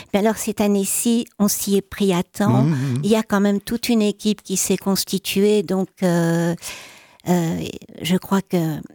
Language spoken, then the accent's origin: French; Liège, Wallonia, Belgium; quand on est liégeois